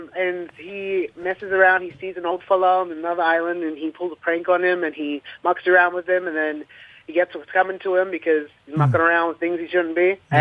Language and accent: English; Townsville, Queensland, Australia; And from Townsville, still in Townsville.